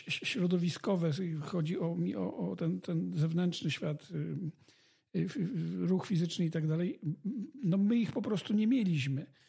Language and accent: Polish; Krzepice, Silesian Voivodeship, Poland; Ja urodziłem się na początku lat 60. i całe życie spędzaliśmy, jak tylko szkoła się kończyła